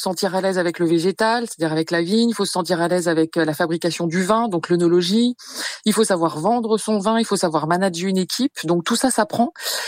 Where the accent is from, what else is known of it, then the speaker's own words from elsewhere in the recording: Le Creusot, Bourgogne-Franche-Comté, France; now in Loché, France; j'ai retrouvé ma Bourgogne natale. Moi, j'étais du Creusot, donc ça c'est la Bourgogne industrielle et je suis allée dans la Bourgogne viticole.